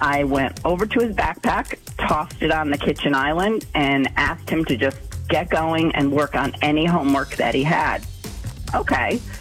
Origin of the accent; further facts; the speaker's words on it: Dodgeville, Wisconsin, United States; I'm from Dodgeville.